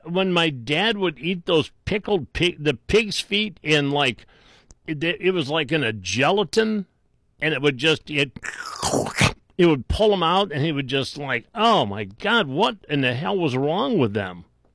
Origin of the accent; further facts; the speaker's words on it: Willowick, Ohio, United States; I grew up in Willowick.